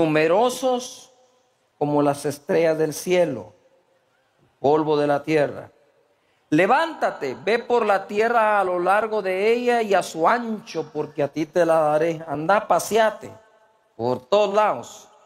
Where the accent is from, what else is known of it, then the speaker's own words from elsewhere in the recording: Guatemala; El que quieren que haga, si soy chapín también, ni modo que voy a dejar de ser chapín aquí.